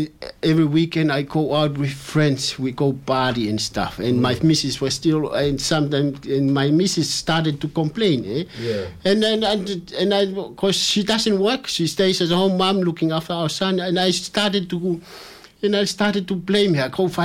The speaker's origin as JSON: {"language": "English", "country": "Tonga", "said": "before I came from Tonga, I can see beautiful girls"}